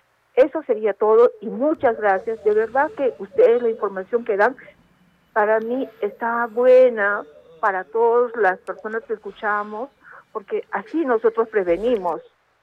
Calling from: Peru; yo también soy peruana

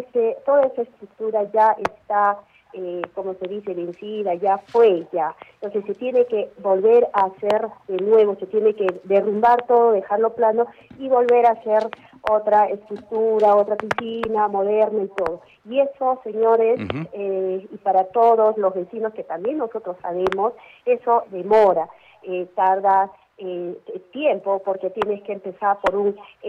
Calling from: Cayma, Arequipa, Peru; yo soy una vecina de Caima.

